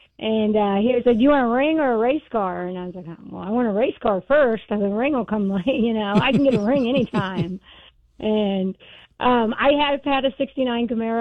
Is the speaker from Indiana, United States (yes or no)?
yes; Whiteland, Indiana, United States; now in Clarksville, United States; I'm originally from Whiteland, Indiana, and then now I live in Clarksville, Indiana, where I live with my husband, Bo.